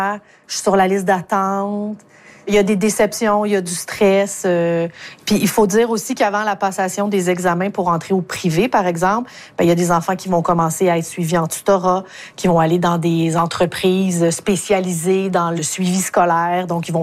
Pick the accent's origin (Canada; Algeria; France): Canada; Sherbrooke, Quebec; Avec ma réalisatrice, Christine Chevary, on retourne dans ma ville natale, Sherbrooke, pour voir comment ça se passe là-bas.